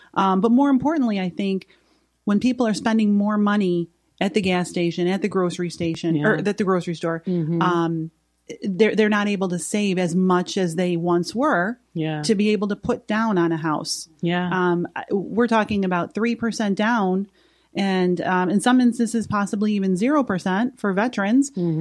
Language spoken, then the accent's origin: English; Rochester, New York, United States; I have been in Rochester my whole life.